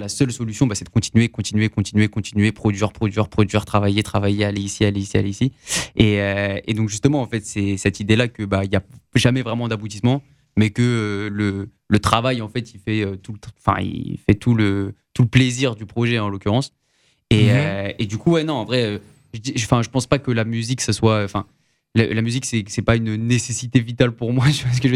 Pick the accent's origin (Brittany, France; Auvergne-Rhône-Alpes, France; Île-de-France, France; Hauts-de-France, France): Île-de-France, France; Cergy; now in Paris, France; J'ai 25 ans. Okay. J'habite à Paris dans le 19e arrondissement. J'ai grandi à Cergy en plus.